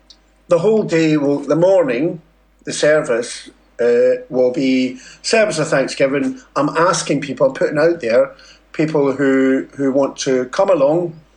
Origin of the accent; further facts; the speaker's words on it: Scotland, United Kingdom; Being Scottish